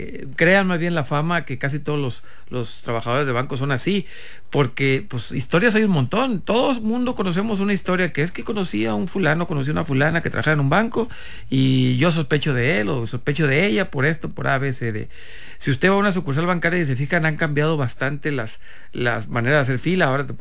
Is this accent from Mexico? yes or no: yes; Mexico; como mexicanos, como ciudadanos